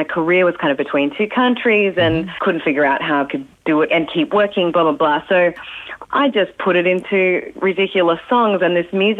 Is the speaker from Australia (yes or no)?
yes; Tasmania, Australia; And so, especially because I grew up in Tassie and I had big dreams